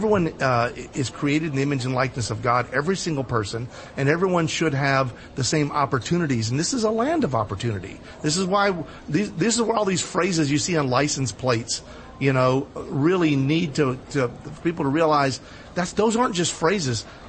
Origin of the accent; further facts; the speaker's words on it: United States; I'm an American. I was born in America. I love this country. I don't want to go anywhere else.